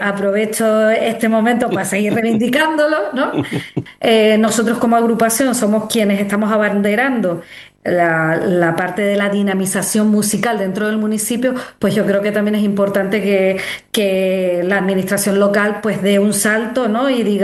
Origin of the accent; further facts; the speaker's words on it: San Juan de la Rambla, Canary Islands, Spain; Nosotros somos de aquí de San Juan de la Rambla